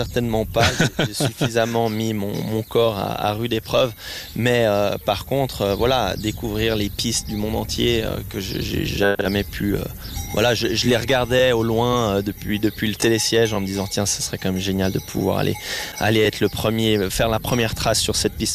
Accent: Vaud, Switzerland; born there; Je suis évidemment originaire de la vallée de Joux

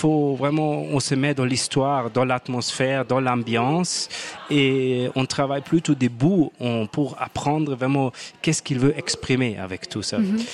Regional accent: Munich, Bavaria, Germany; French is a second language; Allemand, de Munich.

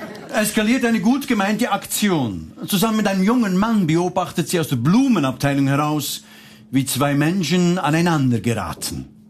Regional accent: Switzerland; Ich komme aus der Schweiz.

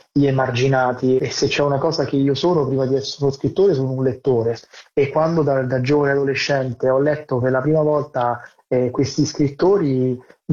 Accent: Rome, Lazio, Italy; Io sono nato e cresciuto a Roma, però ho fatto tutto il mio percorso scolastico alla scuola francese

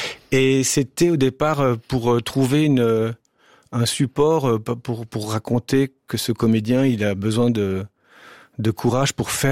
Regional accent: Switzerland; moved away as an adult; now in Toulouse, France; ça fait donc 20 ans que je suis en France. Je suis un Suisse en France

